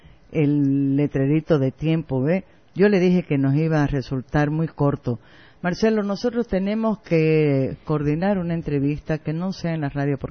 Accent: Santa Cruz, Bolivia; Yo soy mujer, soy madre... Y digo que soy primero cruceña y después puedo decir que soy boliviana.

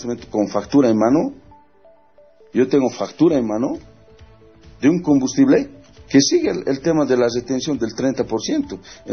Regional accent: Bolivia; hemos entendido como pueblo boliviano

